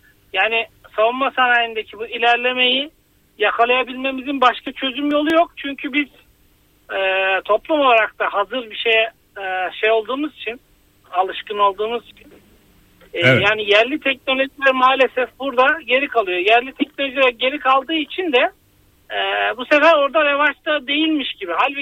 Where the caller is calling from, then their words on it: Isparta, Turkey; Isparta'dan arıyorum.